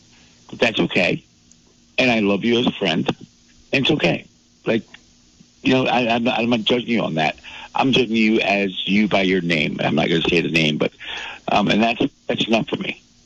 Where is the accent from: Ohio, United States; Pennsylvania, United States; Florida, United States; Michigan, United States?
Michigan, United States; Saginaw; As a person of color, where I grew up in Saginaw, Michigan, and I spent my summers when Saginaw got violent.